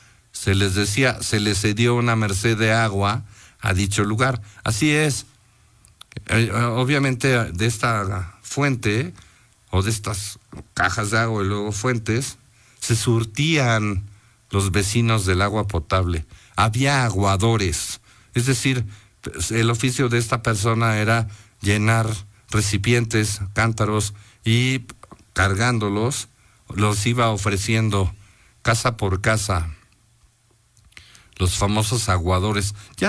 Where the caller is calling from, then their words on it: Tlaxcala, Mexico; Hola, ¿qué tal, cafeteros? Buenas tardes … de Tlaxcala, Centro, por el estado Tlahuicole. Les mando muchos saludos.